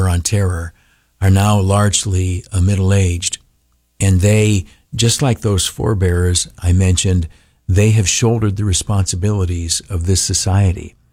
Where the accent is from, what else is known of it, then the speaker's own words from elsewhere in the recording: New York, United States; moved away; tomorrow morning, he and I are going to go down to my hometown, Canastillo, and run the 5K down there.